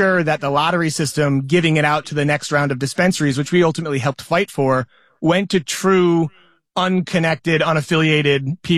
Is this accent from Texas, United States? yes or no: no; Rhode Island, United States; I'm from Rhode Island. My family's from here.